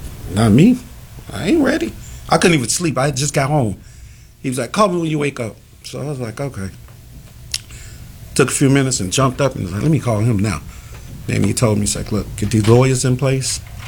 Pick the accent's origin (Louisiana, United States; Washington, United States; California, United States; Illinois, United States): Illinois, United States; Chicago; We're from Jackson and Casey.